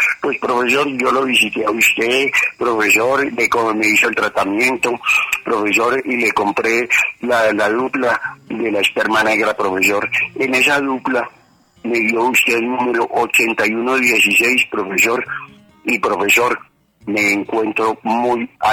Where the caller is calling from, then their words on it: Concorná, Antioquia, Colombia; Lo llamo de aquí, Concorná, Antioquia